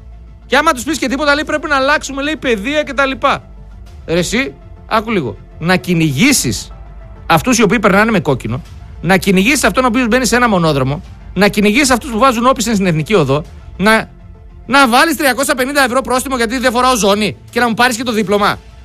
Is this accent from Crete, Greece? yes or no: no; Serres, Central Macedonia, Greece; moved away; Για να πάω Αθήνα Σέρες στο χωριό μου. Από Αθήνα Σέρες στο χωριό μου θέλω 200 ευρώ με τα μάξι.